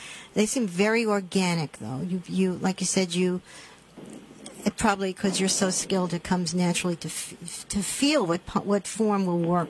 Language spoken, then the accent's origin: English; New York City, New York, United States; born there; I was born in Woodhaven, Queens